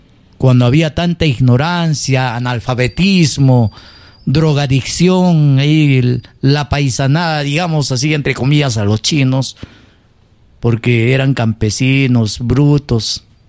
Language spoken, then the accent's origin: Spanish; Peru